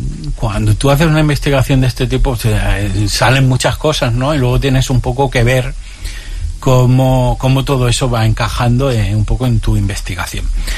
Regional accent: Extremadura, Spain; Claro, yo soy extremeño. Mi abuela extremeña de toda la vida

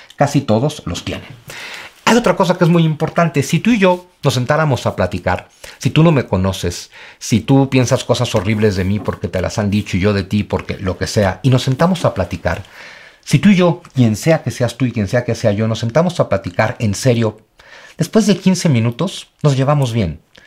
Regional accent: Mexico; Y sin embargo, ambos comparten una idea, somos mexicanos.

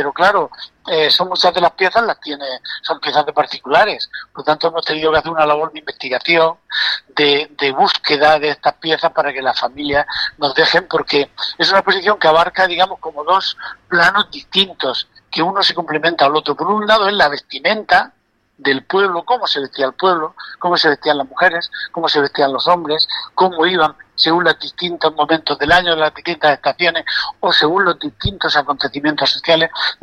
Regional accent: Lorca, Region of Murcia, Spain; las costumbres que tenemos en Lorca

